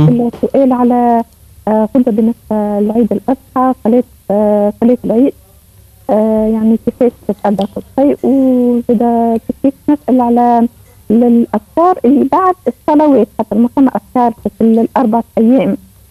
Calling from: El Kef, Kef Governorate, Tunisia

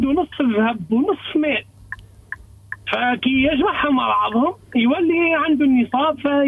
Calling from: Tunisia; من تونس معكم.

